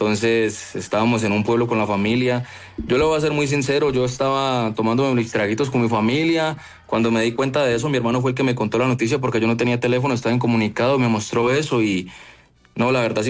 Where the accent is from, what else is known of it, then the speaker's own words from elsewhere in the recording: Popayán, Cauca, Colombia; yo soy de Popayán